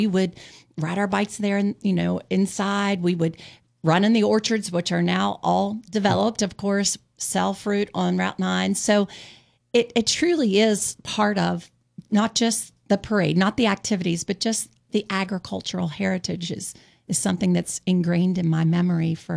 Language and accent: English; Berkeley County, West Virginia, United States; as someone who was born and raised in Berkeley County?